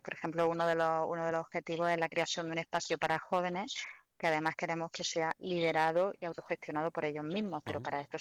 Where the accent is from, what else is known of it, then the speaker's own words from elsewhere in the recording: Granada, Andalusia, Spain; No, yo no soy de Sant Esteban, soy de Granada.